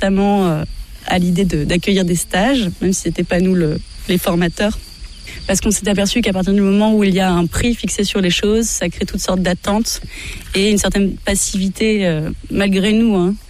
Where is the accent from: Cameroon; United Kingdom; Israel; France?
France; Paris, Île-de-France; moved away; à la base, je suis parisienne